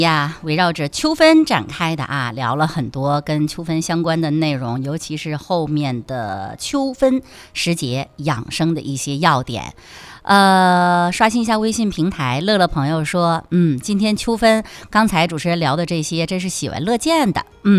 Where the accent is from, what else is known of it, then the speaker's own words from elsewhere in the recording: Northeast China, China; 咱们东北话